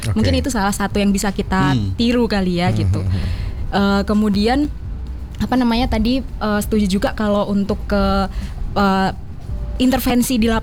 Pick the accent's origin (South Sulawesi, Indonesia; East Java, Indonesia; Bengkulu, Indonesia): East Java, Indonesia; Tulungagung; Dulu kalau saya kecil, ini agak cerita sedikit. Saya dari Tulungagung di Jawa Timur.